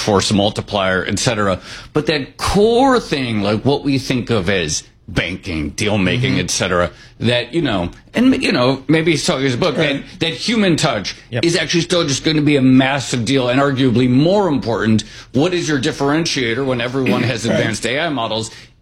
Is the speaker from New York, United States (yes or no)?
yes; New York, United States